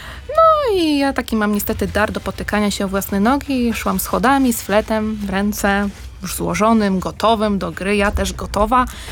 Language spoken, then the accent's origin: Polish; Łódź, Łódź Voivodeship, Poland; ja pochodzę z Łodzi